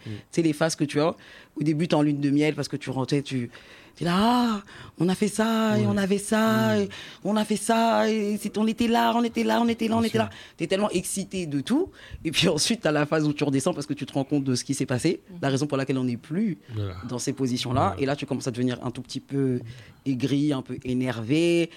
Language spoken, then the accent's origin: French; Haiti; Pour le coup, je suis haïtienne.